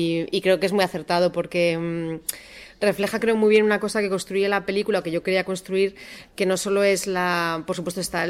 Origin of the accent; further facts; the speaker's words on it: Basque Country, Spain; Yo soy del País Vasco y es como vasco